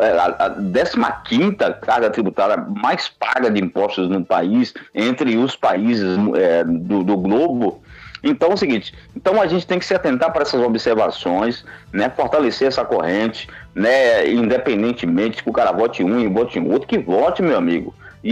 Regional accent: Camamu, Bahia, Brazil; eu sou de Camamu

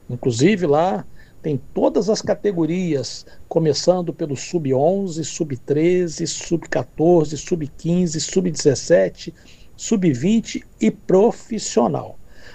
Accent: Belo Horizonte, Minas Gerais, Brazil; moved away as an adult; now in Salvador, Brazil; Não sou baiano, sou mineiro de Belo Horizonte, mas depois que eu parei de jogar futebol profissionalmente, escolhi Salvador para poder morar.

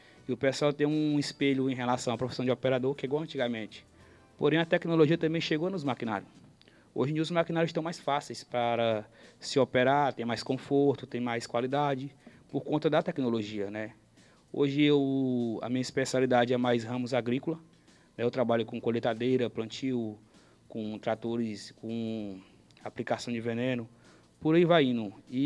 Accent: Tocantins, Brazil; A gente é do Tocantins e rodamos o Brasil inteiro.

